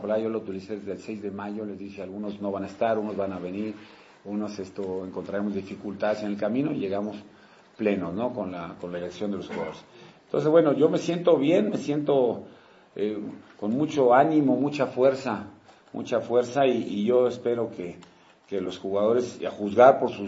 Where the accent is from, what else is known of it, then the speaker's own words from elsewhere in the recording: Mexico; Eso es, para mí como mexicano, no hay mayor... mayor goce o disfrute que representar tu país en algo